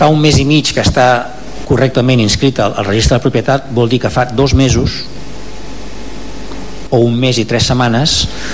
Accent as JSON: {"language": "Catalan", "town": "Palafolls", "region": "Catalonia", "country": "Spain", "said": "Quan tots els que som de Palafolls, i els que no ho som però hem vingut, sabem que allò s'inunda amb metres d'aigua quan la Tordera baixa"}